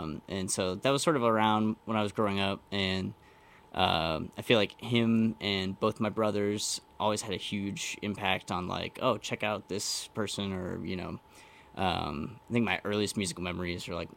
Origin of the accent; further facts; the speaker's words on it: Lexington, Kentucky, United States; I'm from Lexington, Kentucky